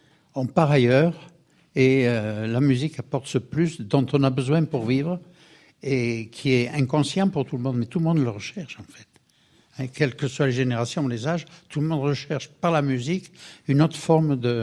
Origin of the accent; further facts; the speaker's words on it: Auvergne-Rhône-Alpes, France; moi, je suis de l'Haute-Loire